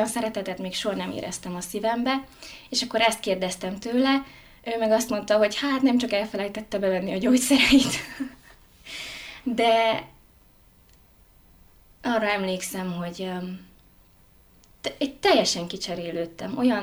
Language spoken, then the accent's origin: Hungarian; Harghita, Romania; Hát 2007-ben történt a Hargitán gyerektáborban. Én a gyerek, tini és fiatal éveimet a Hargitán töltöttem.